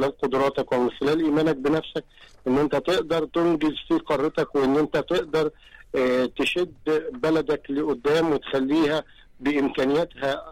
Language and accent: Arabic; Egypt; إحنا مصريين